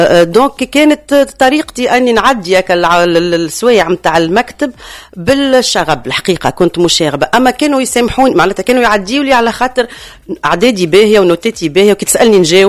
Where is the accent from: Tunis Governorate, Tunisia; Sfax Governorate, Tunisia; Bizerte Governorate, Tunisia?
Tunis Governorate, Tunisia; La Goulette; نتفكر البحر خيار الدين وحلق الواد والجو في البونليونور الكل اللي هي حومتي، البريكه، سيدي بوسعيد